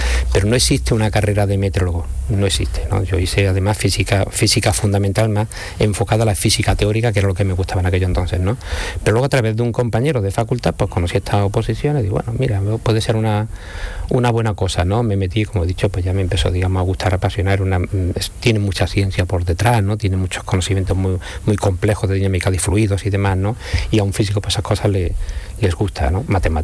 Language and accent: Spanish; Lucena, Andalusia, Spain; moved away as an adult; also born or lived in Granada / Madrid / Valencia; Lucena, lo digo. Cuando digo Lucena ya se me nota que soy de ahí. Sí, soy de Lucena. Me salí, bueno, no me salí, yo sigo teniendo mi familia allí, ¿no? Pero con 17 años creo me fui a estudiar a Granada.